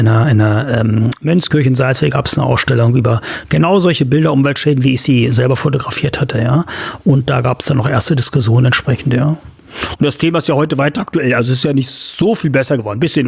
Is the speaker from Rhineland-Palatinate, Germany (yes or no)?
no; Wieblitz, Saxony-Anhalt, Germany; born or raised there